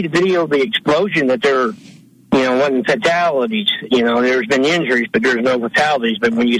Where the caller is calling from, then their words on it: Kentucky, United States; in Eastern Kentucky.